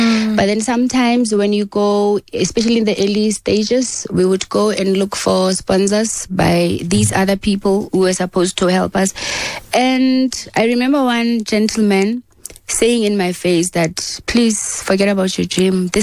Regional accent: Bloemfontein, Free State, South Africa

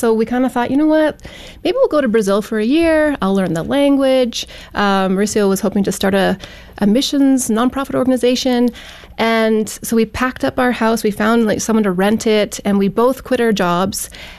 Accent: Edmonton, Alberta, Canada; Oh, I grew up in Edmonton, Alberta, which is the capital. And I grew up in a typical Christian middle class family.

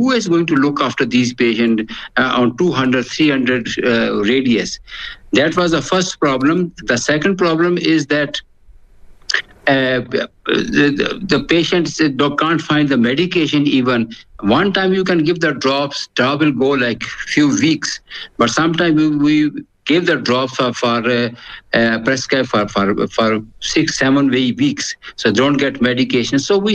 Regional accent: Pakistan; English is a second language; Yeah, the first impression over the years, the decades, because I'm from Pakistan.

